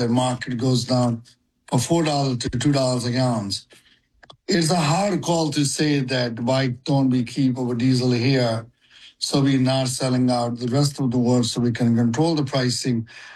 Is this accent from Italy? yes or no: no; India; English is a second language; now in United States; I'm me coming from India 43 years ago, with no idea what I was going to do here, start my job at $4.15 an hour